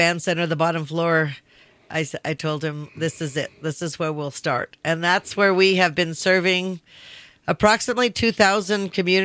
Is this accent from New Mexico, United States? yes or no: yes; Albuquerque, New Mexico, United States; born there; I wasn't born in Taos. I was born in Albuquerque, but all the summers as I was growing up, they were always spent in Valdez.